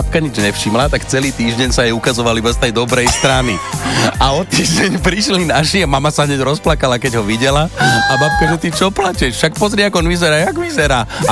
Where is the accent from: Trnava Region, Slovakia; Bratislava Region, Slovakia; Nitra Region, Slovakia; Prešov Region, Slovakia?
Trnava Region, Slovakia; Trnava; born there; to sú také kopce, u nás v Trnave boli.